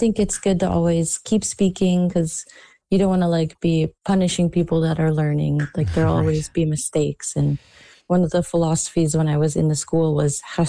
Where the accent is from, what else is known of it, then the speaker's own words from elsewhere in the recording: British Columbia, Canada; I grew up on Okanagan Indian Band, and I did some learning of in Sealishin like during kindergarten and a little bit growing up